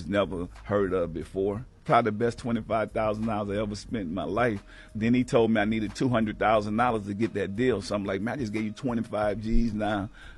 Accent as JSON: {"language": "English", "town": "New Orleans", "region": "Louisiana", "country": "United States", "said": "Yeah, so you know, I'm from New Orleans, and then I went to Richmond, California."}